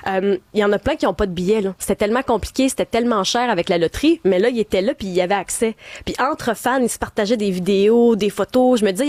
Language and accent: French; Montreal, Quebec, Canada; now in Paris, France; moi, je pensais qu'à Montréal, c'était typique parce qu'on est proche des États-Unis puis du Canada anglais, mais à Paris, moi, j'ai vu en 19 ans une différence énorme